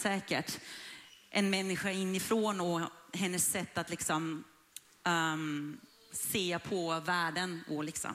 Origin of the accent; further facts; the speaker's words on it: Iran; now in Sweden; När människor hör att jag är uppvuxen i Iran så frågar de ofta hur det liksom är där eller hur det var att växa upp där.